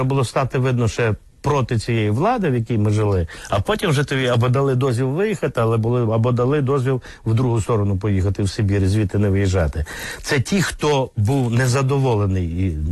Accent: Prykarpattia, Ukraine; moved away; я є вихідець із Прикарпаття.

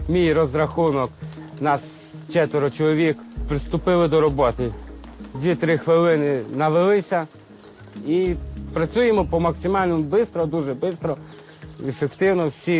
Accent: Rivne Oblast, Ukraine; Сам я з родом з Рівненської області.

